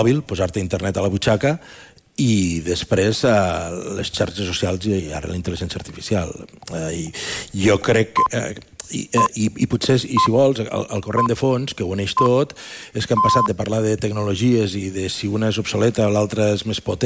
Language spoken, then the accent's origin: Catalan; Tàrrega, Catalonia, Spain; a l'institut del meu poble, Targa